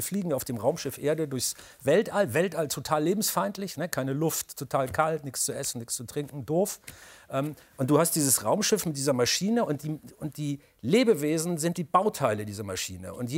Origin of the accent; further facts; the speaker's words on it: Hamburg, Germany; Ich bin ja Norddeutscher, ich bin ja Hamburger